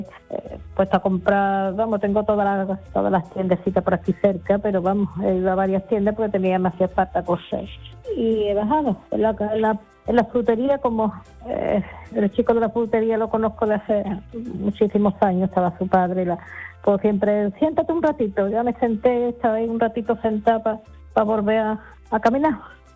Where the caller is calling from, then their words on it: Seville, Andalusia, Spain; de Sevilla.